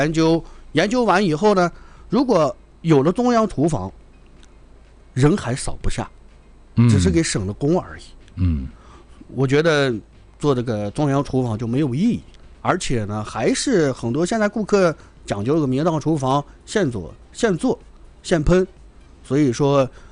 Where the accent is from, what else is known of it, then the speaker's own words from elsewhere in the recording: Shanxi, China; now in Hohhot, China; 我本身是山西人，然后2023年呢，2022年我又娶了一个山西的媳妇儿，大同的，然后我呢是敬重榆次人